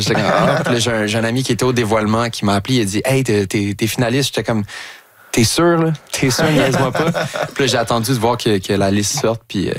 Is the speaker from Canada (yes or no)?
yes; Longueuil, Quebec, Canada; En fait, moi, j'ai grandi dans le Vieux-Longueuil, puis lui aussi habitait là.